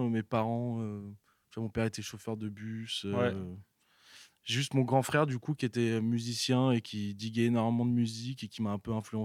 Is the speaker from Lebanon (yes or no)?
no; Moulins, Auvergne-Rhône-Alpes, France; now in Paris, France; J'ai 24 ans, je viens de pas très loin d'ici, je viens de Moulins, dans l'Allier, ouais, chez Auvergnat, ouais.